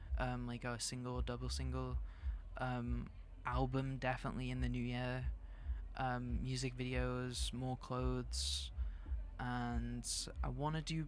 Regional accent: Scotland, United Kingdom; growing up in Scotland

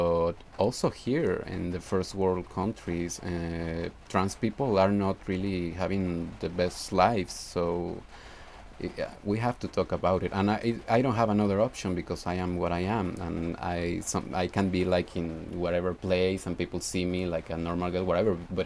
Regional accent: Mexico; I have an issue with the first world countries, because you know I come from Mexico

